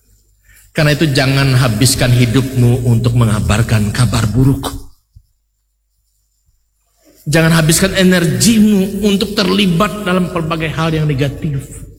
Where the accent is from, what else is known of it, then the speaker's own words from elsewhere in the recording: Central Kalimantan, Indonesia; kita ini orang-orang Dayak yang terbelakang, kalah dibandingkan suku-suku pedagang.